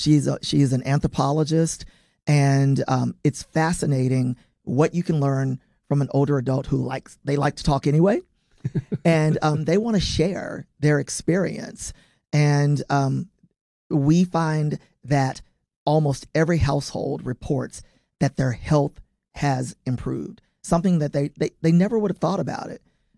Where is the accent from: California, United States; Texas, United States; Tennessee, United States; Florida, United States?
Tennessee, United States; Somerville; I grew up out in Somerville in the neighboring county, Fayette County, in an old dilapidated house with no central air and heat.